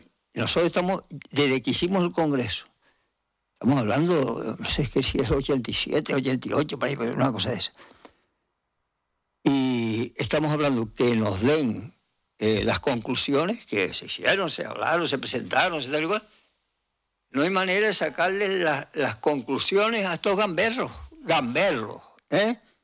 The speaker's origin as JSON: {"language": "Spanish", "town": "Lanzarote", "region": "Canary Islands", "country": "Spain", "said": "Yo soy de Lanzarote y lo que eran las aljibes, y siempre tiene uno metido en la cabeza, por supuesto, el hilito y tal, con el cubo agarradito y tal"}